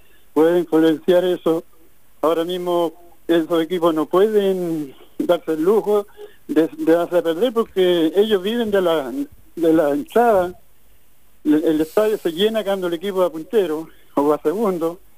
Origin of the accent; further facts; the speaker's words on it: Lota, Biobío, Chile; Sí, pero yo soy de Lota cuando se llamaba Federico Schwager.